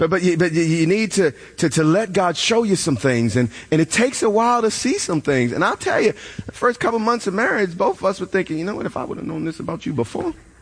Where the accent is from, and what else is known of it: New York, United States